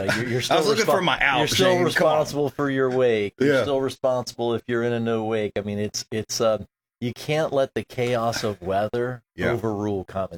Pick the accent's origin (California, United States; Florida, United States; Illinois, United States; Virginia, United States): Florida, United States; we had a place when I was growing up on the Withlacoochee River